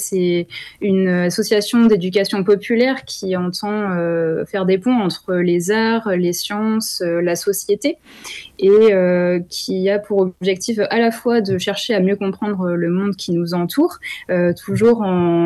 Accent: Île-de-France, France; moved away as an adult; now in Toulouse, France; Pas du tout, comme mon accent le l'indique. Non, je suis de région parisienne et je suis descendue à Toulouse il y a 5 ans.

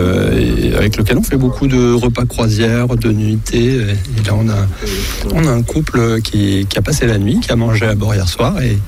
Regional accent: Toulouse, Occitanie, France; also born or lived in Île-de-France; now in Montauban, France; J'étais en Île-de-France avec mon épouse et je souhaitais revenir un peu vers mes origines puisque je suis toulousain.

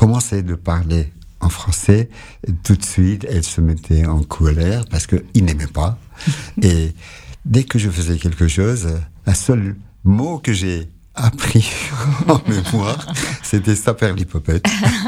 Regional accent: Iran; moved away as an adult; Donc je suis né en Iran et d'une mère française et un père iranien. Mais j'ai vécu en Iran, j'ai fait mes études en Iran.

